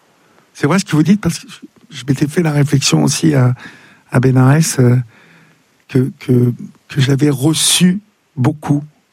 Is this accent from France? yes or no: yes; Normandy, France; C'est certain, je suis normand, je vous le confirme.